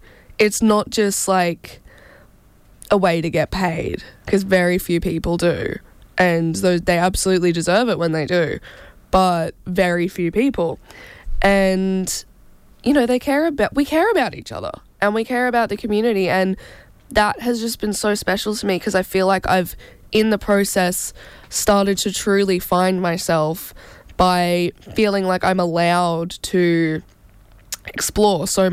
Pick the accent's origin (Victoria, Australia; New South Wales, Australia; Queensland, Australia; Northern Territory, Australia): Queensland, Australia; Gold Coast; moved away; I grew up on the Gold Coast.